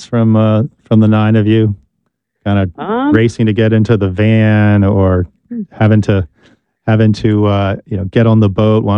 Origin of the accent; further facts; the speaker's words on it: New Jersey, United States; The pilgrims are going to be in New Jersey, my home state, tomorrow.